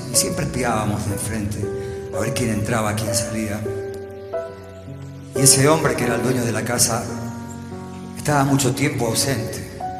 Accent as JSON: {"language": "Spanish", "region": "Buenos Aires", "country": "Argentina", "tie": "born or raised there", "said": "Lucía y yo nos criamos allá en Villa Urquiza. Y me acuerdo, bueno, en la calle Pacheco y Verá. Era una calle de casitas muy bajas"}